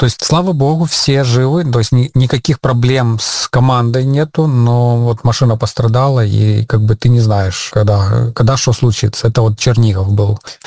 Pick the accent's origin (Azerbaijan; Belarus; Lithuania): Belarus; now in Ukraine; я говорю, что я белорус, я как бы не украинец